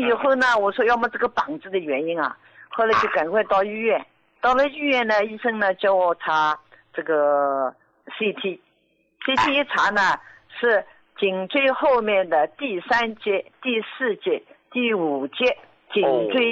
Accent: Jiangsu, China; 我今年73岁，我是江苏的

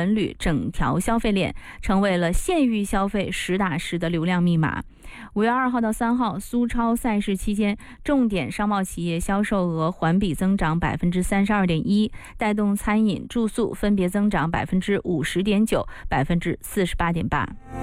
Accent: Shenzhen, Guangdong, China; 作为一个深圳人

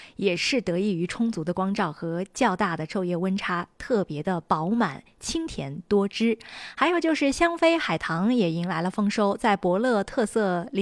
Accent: Xinjiang, China; 咱们新疆人

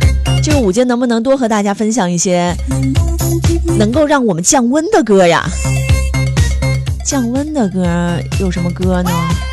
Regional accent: Guiyang, Guizhou, China; now in Haikou, China; 因为我们老家是贵阳，还是属于比较凉爽的凉都嘛

